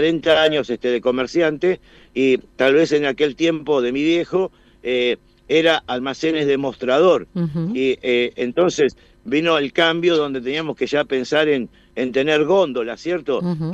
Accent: Morón, Buenos Aires Province, Argentina; yo soy de Morón, estoy en el conurbano

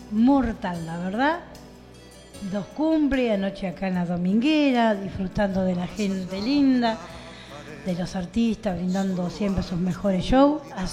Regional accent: María Ignacia, Buenos Aires Province, Argentina; now in Tandil, Argentina; mi pueblo natal, de María Ignacia

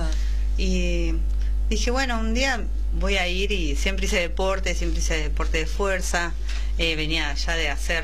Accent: Quilmes, Buenos Aires Province, Argentina; soy de Quilmes.

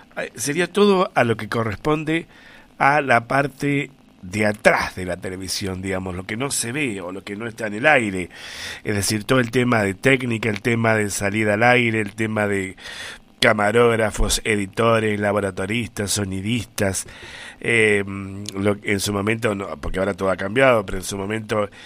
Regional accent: Argentina; como somos los argentinos, ¿no es cierto?

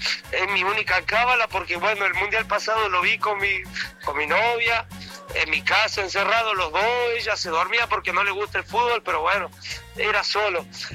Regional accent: Salta, Argentina; momento estoy solo, pero tengo acá en el parking, se llama el estacionamiento acá de los vehículos, somos tres salteños más.

